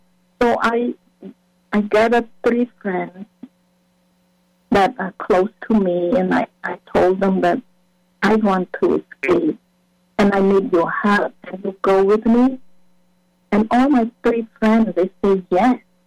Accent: Battambang, Cambodia; born or raised there; English is a second language; moved away

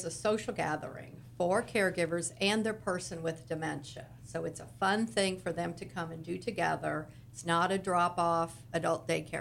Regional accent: Indiana, United States; moved away as an adult; now in Florida, United States; Well, I'm from Indiana, but I moved down to Florida in 2011

